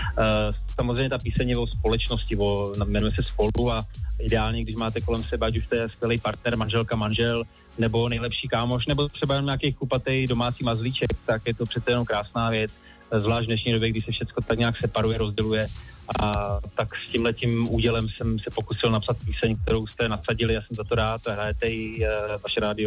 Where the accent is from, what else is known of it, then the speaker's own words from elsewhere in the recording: Moravia, Czechia; vzhledem tomu, že jsem z Moravy